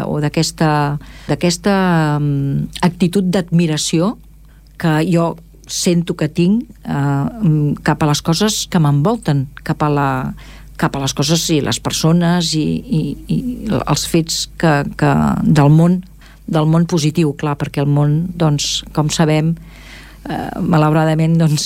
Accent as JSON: {"language": "Catalan", "town": "Esplugues de Llobregat", "region": "Catalonia", "country": "Spain", "tie": "born there", "first_language": "Catalan", "said": "ens anàvem a córrer pels camps i tot eren camps, no? Tot, i just al voltant de la Plana, per anant cap al barri de Sant Feliu, per allà on hi ha el metro ara de Boixeres, tot allò, doncs, a veure, eren descampats"}